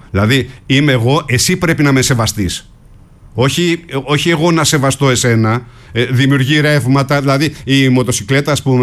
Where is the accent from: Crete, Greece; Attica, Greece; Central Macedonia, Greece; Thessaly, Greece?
Thessaly, Greece; Livadi; Στο χωριό μου τουλάχιστον, που έχουμε πανηγύρι μεγάλο στο 15 Αύγουστο, και το χωριό μου είναι ορεινό.